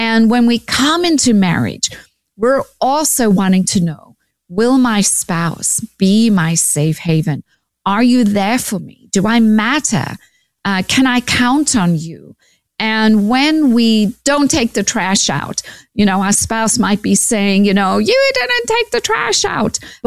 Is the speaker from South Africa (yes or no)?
yes; South Africa; now in United States; you know that I grew up in South Africa, came to America, where my dad was a well-known psychologist … at Fuller Graduate School of Psychology.